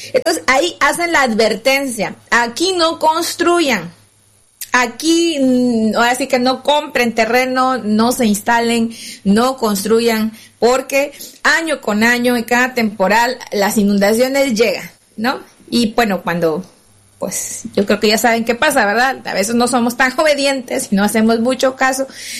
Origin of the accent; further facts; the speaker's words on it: Minatitlán, Veracruz, Mexico; moved away; yo soy originaria de Veracruz, y en Veracruz, ¿verdad? Para quienes han estado por allí, bueno, no es exactamente el puerto, sino Minatitlán, Veracruz. Estamos más o menos cerca de Chiapas, allí nací.